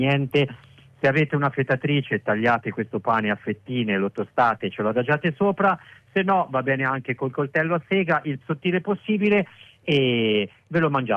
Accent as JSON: {"language": "Italian", "town": "Milan", "region": "Lombardy", "country": "Italy", "tie": "born there", "said": "Io sono nato a Milano"}